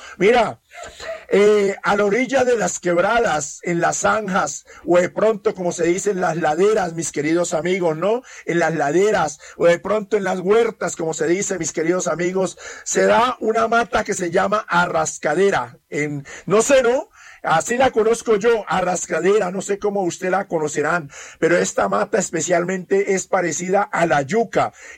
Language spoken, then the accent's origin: Spanish; Villagarzón, Putumayo, Colombia; moved away; yo vengo prácticamente más abajito, a 20 minutos de Mocoa, Putumayo, un pueblito que se llama Villa Garzón.